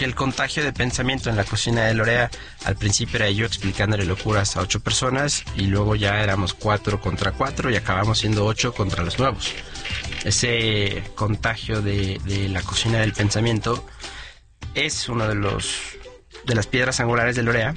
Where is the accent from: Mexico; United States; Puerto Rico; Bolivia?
Mexico; also born or lived in Basque Country, Spain / Catalonia, Spain